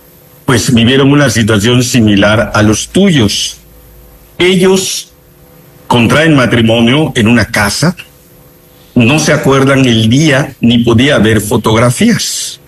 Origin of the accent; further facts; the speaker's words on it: Mérida, Yucatán, Mexico; la ciudad de Mérida, mi ciudad natal, mi diócesis